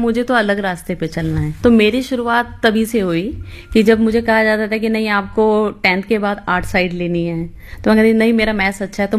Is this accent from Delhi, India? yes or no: yes; Samaspur Jagir, Delhi, India; मैं दिल्ली के गांव से हूँ जिसका नाम है समसपुर जागीर, वो चौहानों का गाँव है।